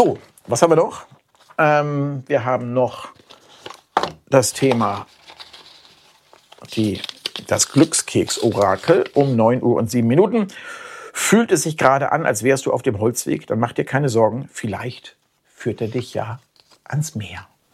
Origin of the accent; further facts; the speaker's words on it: Germany; Denn wir sind Deutsche